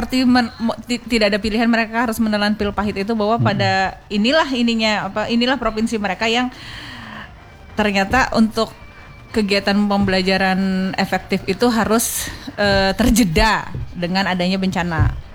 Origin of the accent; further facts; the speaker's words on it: Riau, Indonesia; sebagai warga Riau, juga sebagai ibu yang anak-anaknya mengalami PJJ gitu kan.